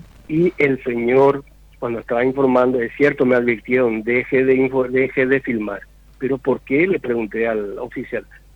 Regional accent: Paraguay; yo soy un ciudadano paraguayo

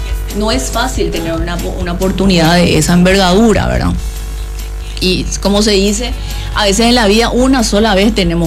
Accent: Luque, Central, Paraguay; luqueña, de corazón, criada en la ciudad de Luque, de familia tradicional

